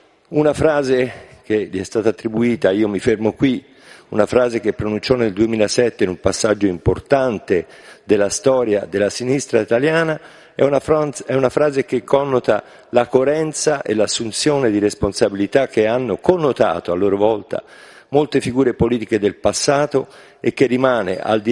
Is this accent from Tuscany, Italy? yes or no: yes; Tuscany, Italy; quella che è anche la mia terra